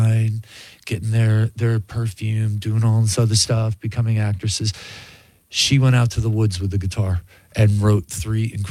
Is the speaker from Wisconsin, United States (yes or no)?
no; Buffalo, New York, United States; So I want to go back because I connect with those people because I'm from Buffalo, you know.